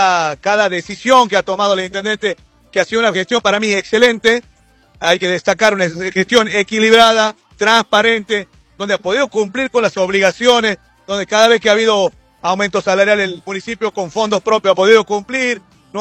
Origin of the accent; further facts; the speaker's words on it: Argentina; lo hemos vivido los argentinos